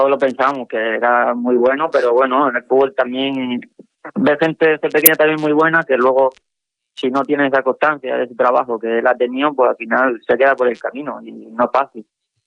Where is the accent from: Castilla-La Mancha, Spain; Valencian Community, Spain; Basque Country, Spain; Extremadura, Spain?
Extremadura, Spain; Talayuela; Sí, al final soy de Talayuela, de siempre, en mi pueblo.